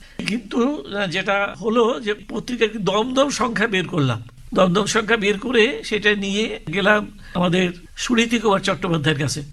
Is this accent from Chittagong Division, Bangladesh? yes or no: no; Faridpur, Dhaka Division, Bangladesh; born there; আমার জন্ম হয়েছে ফরিদপুর জেলা দিগডোগর ভাজনদি গ্রামে।